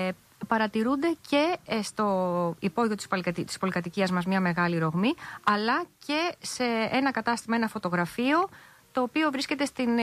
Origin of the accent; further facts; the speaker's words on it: Athens, Attica, Greece; η μητέρα μου μένει στην οδό Κυψέλης 97. Είναι το πατρικό μου σπίτι, εκεί που γεννήθηκα και μεγάλωσα.